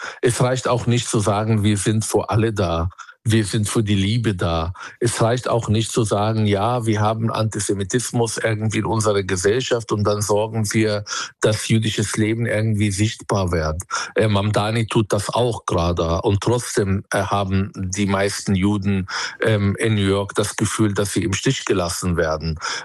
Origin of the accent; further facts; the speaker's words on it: Palestine; Und ich möchte als Palästinenser die andere Seite betrachten und sagen, ich sehe eure Angst, ich sehe euer Trauma